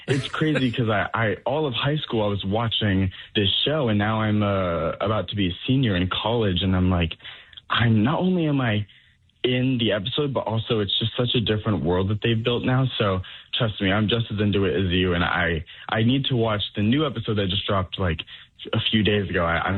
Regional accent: Stoughton, Massachusetts, United States; I grew up in Stoughton. So like 40 minutes south of Boston.

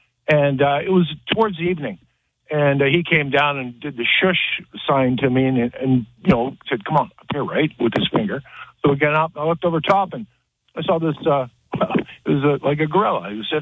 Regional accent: British Columbia, Canada; I'm from Vancouver Island originally, and there's a lot of activity there.

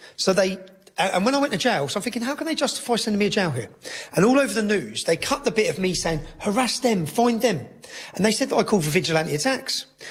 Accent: Luton, East of England, United Kingdom; No, my hometown, Luton, was the home of Vauxhalls. It employed 30,000 people. It's gone. My dad worked there.

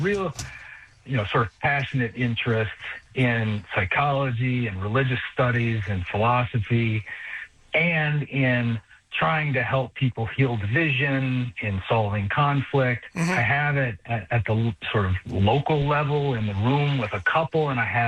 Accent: United States; Well, we are all, we kind of take for granted that we're American.

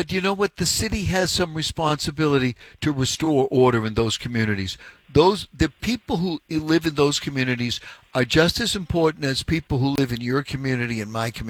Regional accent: Boston, Massachusetts, United States; I grew up in Reedville, Hyde Park.

